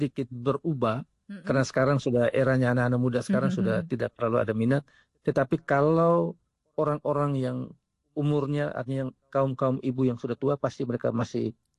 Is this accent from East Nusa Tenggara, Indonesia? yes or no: yes; East Nusa Tenggara, Indonesia; Ini ciri khas untuk kami orang Nagekeo, ketika dalam urusan-urusan adat itu selalu menggunakan atau mengenakan yang namanya gaba ataupun beweko ini.